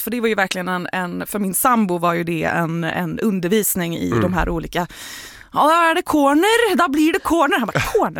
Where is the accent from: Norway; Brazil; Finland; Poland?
Norway; now in Stockholm, Sweden; Jag är norsk.